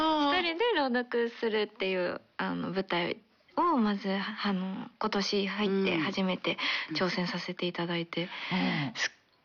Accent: Nagasaki, Japan; 私が長崎県出身で

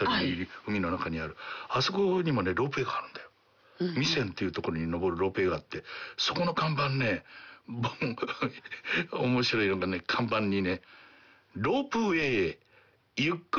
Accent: Beppu, Oita, Japan; born there; accent: Oita dialect; 僕の生まれた別府

